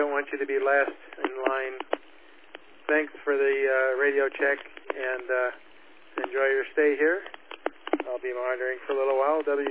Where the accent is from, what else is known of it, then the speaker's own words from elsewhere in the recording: Ohio, United States; moved away as an adult; now in San Diego, United States; I'm from Ohio. I've been out here about 25 years, loving it.